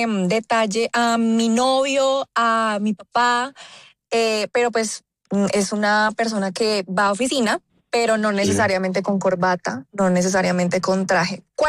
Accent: Colombia; no solamente quienes somos colombianos y tenemos la oportunidad de ir

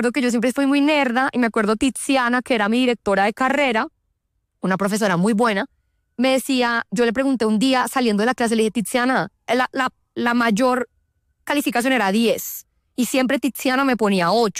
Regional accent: Bogotá, Colombia; born there; yo pues soy andina, nací en Bogotá

